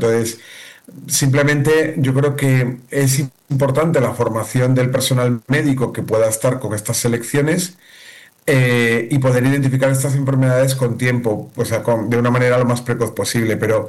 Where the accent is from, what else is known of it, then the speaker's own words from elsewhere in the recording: Galicia, Spain; yo en concreto dentro de España soy gallego